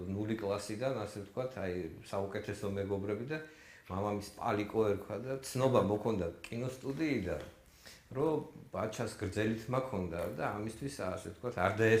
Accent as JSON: {"language": "Georgian", "region": "Tbilisi", "country": "Georgia", "tie": "born or raised there", "said": "დაიბადე ბუნებრივია ქალაქ თბილისში. როგორც მითხრეს ვერაზე."}